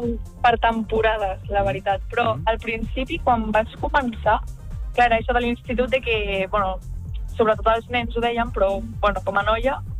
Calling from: Vila-seca, Catalonia, Spain

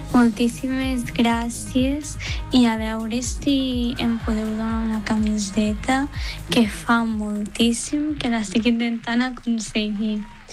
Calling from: Tàrrega, Catalonia, Spain; de Tàrrega.

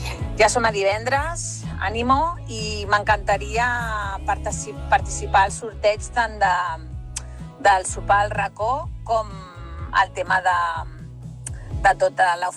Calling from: Cerdanyola del Vallès, Catalonia, Spain; de Cerdanyola

